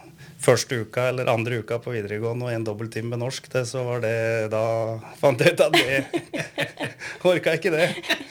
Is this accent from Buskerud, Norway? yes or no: yes; Uvdal, Buskerud, Norway; vi vokste jo opp i Uvdal med langt til de aller fleste jamngamle, så jeg har vokst opp med storesøster